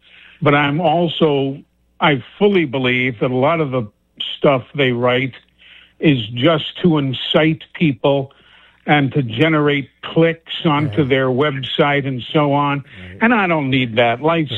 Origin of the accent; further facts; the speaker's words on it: New York City, New York, United States; moved away; I grew up in New York City, as you know.